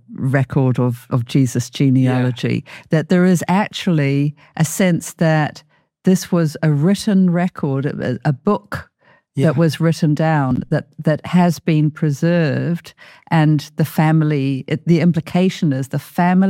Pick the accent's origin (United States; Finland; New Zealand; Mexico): New Zealand; particularly, you know, I'm from New Zealand, in Māori culture